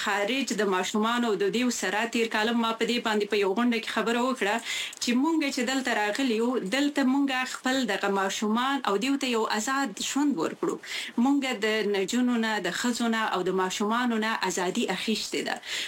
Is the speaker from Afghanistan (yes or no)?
no; Khyber Pakhtunkhwa, Pakistan; moved away as an adult; ځکه زه پخپله باندې زما ځواني په پښتونخوا کې وه او دغه دوه کاله شوي چې راغلی یم